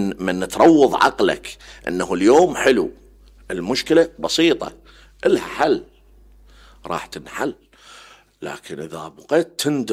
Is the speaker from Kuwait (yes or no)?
no; Iraq; إحنا تعبت كعراقي، مو تعبت